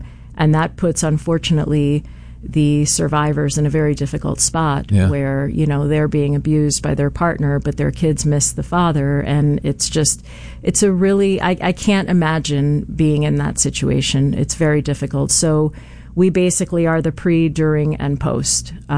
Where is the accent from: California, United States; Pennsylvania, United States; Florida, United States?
Florida, United States; Miami; moved away; I'm a Miami girl. I grew up in Miami.